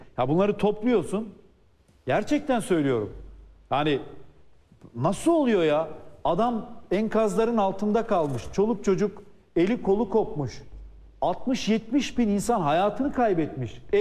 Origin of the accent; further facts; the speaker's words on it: Sakarya, Turkey; Ben Sakaryalıyım. Deprem kenti.